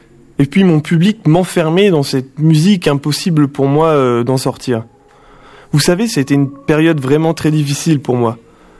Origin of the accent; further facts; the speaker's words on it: Avignon, Provence-Alpes-Côte d'Azur, France; born there; Je suis né à Avignon, mon père était professeur d'anglais et ma mère poète.